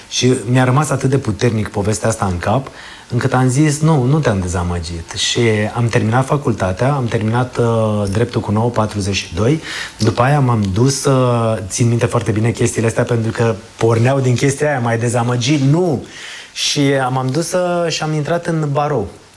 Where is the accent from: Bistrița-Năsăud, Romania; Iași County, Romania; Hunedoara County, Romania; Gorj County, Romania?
Gorj County, Romania; Târgu Jiu; moved away as an adult; now in Bucharest, Romania; o mă apropii de 50 de ani, mâine, poi mâine, am 48, îmi dau seama că a te întoarce în locul unde ai copilărit, în locul unde te-ai născut, e un sentiment aparte, pe care nu-l aveam când am venit la facultate în București și mă întorceam în Târgu Jiu